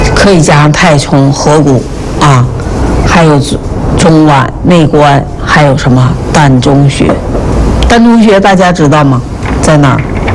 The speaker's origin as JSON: {"language": "Chinese", "country": "China", "said": "我们中国人"}